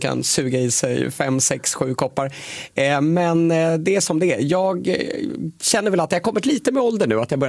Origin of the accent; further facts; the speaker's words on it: Sweden; Jag sticker väl ut lite där som svensk.